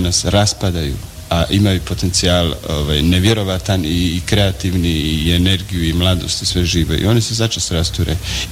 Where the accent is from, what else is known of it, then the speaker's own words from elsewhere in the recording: Sanski Most, Federation of Bosnia and Herzegovina, Bosnia & Herzegovina; moved away; Ja sam iz Sanskog mosta, samo moji još uvijek žive u Sanskom mostu, ja sam otišao davno, mislim, i žena i djeca su tamo i tako, pustio sam korijene.